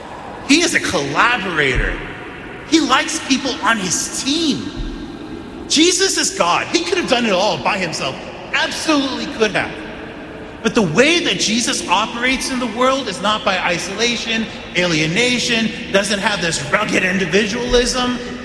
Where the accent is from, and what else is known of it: Texas, United States; born or raised there